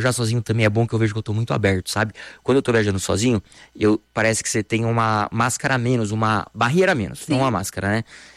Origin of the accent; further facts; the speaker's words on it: Brazil; now in abroad; Aí, Brasil, gente, isso me abre muita porta, muita.